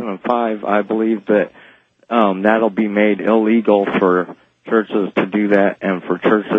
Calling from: Pueblo, Colorado, United States; I'm calling from Pueblo, Colorado.

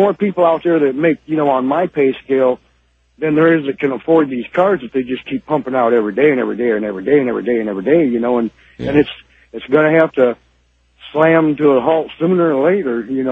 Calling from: Battle Creek, Michigan, United States; I'm in Battle Creek, Michigan.

